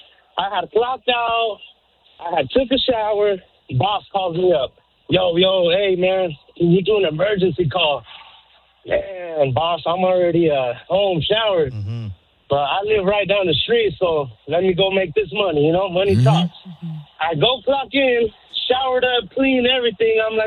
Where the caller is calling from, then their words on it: Perris, California, United States; Man, I'm calling from Paris. And I'm not saying Paris, France. Paris, California, man.